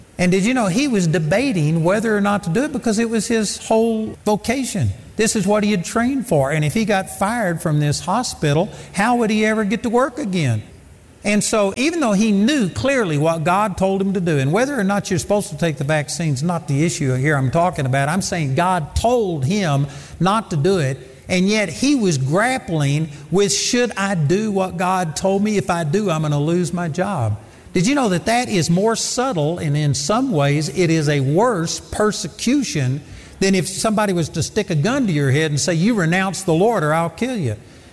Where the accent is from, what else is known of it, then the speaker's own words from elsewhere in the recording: Texas, United States; Christianity, like I grew up in Texas